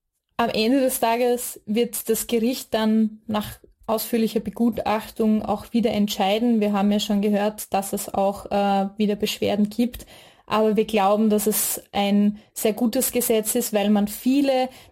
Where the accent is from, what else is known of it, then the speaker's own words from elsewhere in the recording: Styria, Austria; Ich bin ja aus der Steiermark.